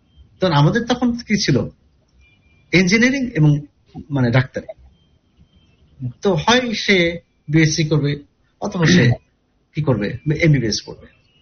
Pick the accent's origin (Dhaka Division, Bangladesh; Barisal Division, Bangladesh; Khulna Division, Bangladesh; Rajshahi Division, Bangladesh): Khulna Division, Bangladesh; Kushtia; আমি চেষ্টা করলাম, আমার বাড়ি কুষ্টিয়া, আমি ঢাকাতে চলে আসলাম, কোচিং করলাম